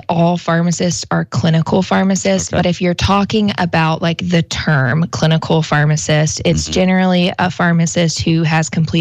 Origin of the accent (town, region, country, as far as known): Manning, South Carolina, United States; now in Sumter, United States